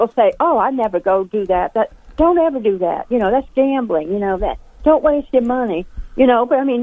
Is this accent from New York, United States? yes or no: no; New Orleans, Louisiana, United States; now in Baton Rouge, United States; I grew up in New Orleans like Raymond Arroyo.